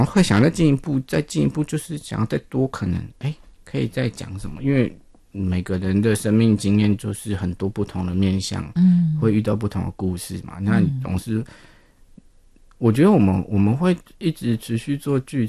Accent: Taiwan; first language Taiwanese Hokkien; Chinese is a second language; 我都比较强调用我的母语，就是台语做创作。

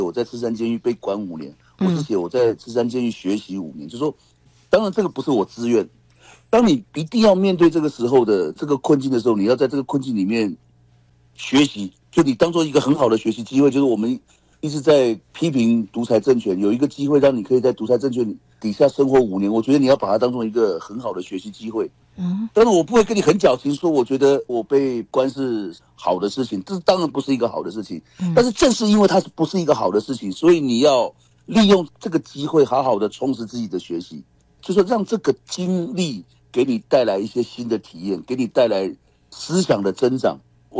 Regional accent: Taiwan; 我们台湾人是把我们的经验跟全世界分享

